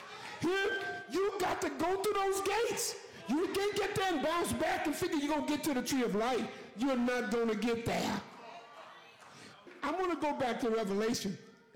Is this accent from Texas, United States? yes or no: yes; Huntsville, Texas, United States; born there; I was born in Huntsville, Texas, right up the street.